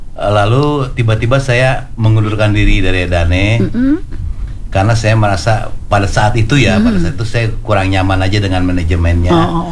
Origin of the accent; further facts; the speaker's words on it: Lampung, Indonesia; Ya kebetulan dia dari Lampung. Ini gitaris kita ini juga dari Lampung. Lalu saya sendiri juga